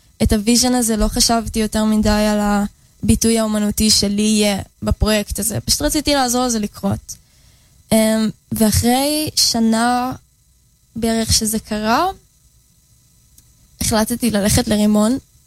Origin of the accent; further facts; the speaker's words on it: Jaffa, Tel Aviv District, Israel; אז אני מיפו במקור, מאג'מי.